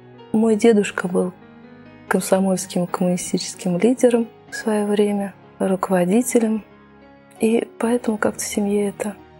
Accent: Kazan, Tatarstan, Russia; moved away as an adult; now in Nizhny Novgorod, Russia; Я сама родом из Казани. Прожила там 20 лет до того, как вышла замуж и переехала сюда, в Нижний Новгород.

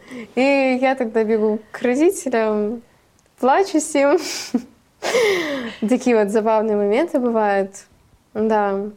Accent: Gelendzhik, Krasnodar Krai, Russia; Одна песня … — это … мой родной город.

